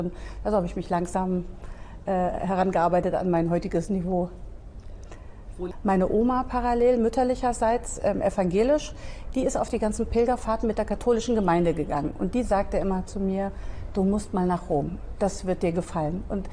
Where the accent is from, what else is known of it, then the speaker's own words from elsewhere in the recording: Dreieich, Hesse, Germany; moved away as an adult; now in Vatican City; Ich komme aus Frankfurt, aus einem Vorort von Frankfurt, Dreieich. Dort bin ich aufgewachsen, geboren, habe meine Schulausbildung gemacht